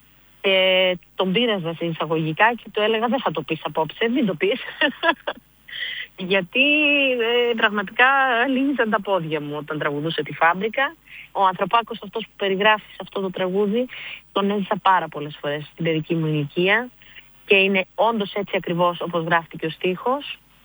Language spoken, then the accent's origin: Greek; Ludwigshafen, Rhineland-Palatinate, Germany; Εγώ μεγάλωσα στη Γερμανία όπως ξέρετε.